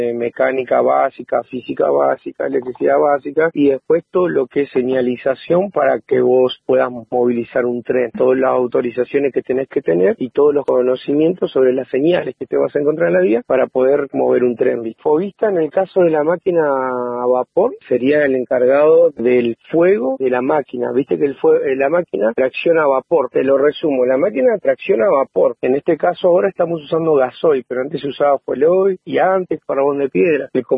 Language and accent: Spanish; Esquel, Chubut, Argentina; soy el maquinista acá de La Trochita. Soy de Esquel, tengo 37 años. Vengo de tercera generación, más o menos, que trabajó en el tren.